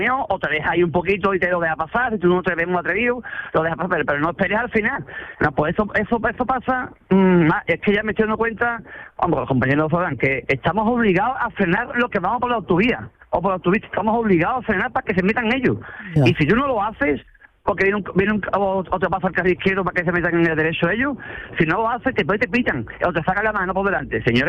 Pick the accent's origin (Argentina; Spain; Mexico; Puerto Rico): Spain; Jerez de la Frontera, Andalusia; Exacto. Yo soy de Jerez, claro.